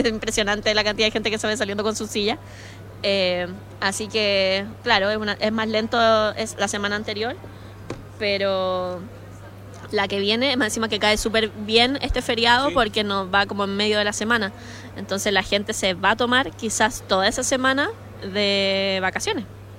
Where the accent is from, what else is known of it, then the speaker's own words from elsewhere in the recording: Iquique, Tarapacá, Chile; Los que somos iquiqueños nos gusta el sol